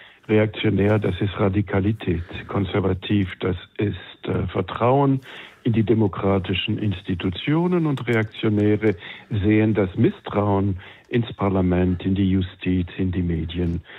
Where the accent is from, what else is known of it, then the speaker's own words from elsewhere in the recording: Switzerland; in gut regierten Ländern wie zum Beispiel meiner Heimat der Schweiz